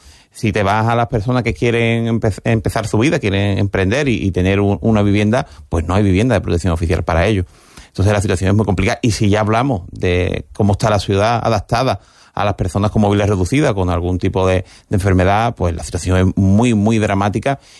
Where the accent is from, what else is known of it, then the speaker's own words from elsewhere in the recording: Algeciras, Andalusia, Spain; es un ciudadano que ha nacido, que ha vivido aquí en Algeciras. Nací en La Bajadilla, me he criado entre La Bajadilla y El Saladillo. Tengo mi familia aquí